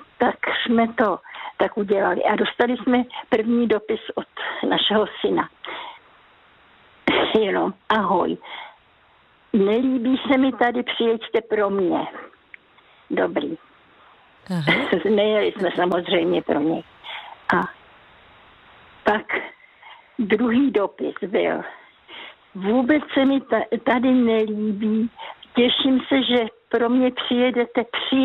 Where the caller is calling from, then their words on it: Vysočina Region, Czechia; Moje rodiště, kde teďka je přehrada Želivka, ano?